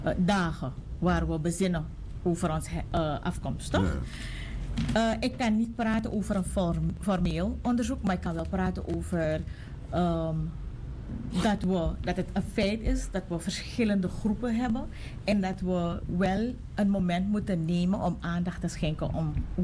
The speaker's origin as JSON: {"language": "Dutch", "country": "Suriname", "moved": "yes", "lives_now": "Netherlands", "said": "ik kan Sranang Tongo praten. Of, weet je, omgekeerd, ik kan Sranang Tongo praten, dus ik ben any which way around. Maar wij in Suriname hebben wel iets"}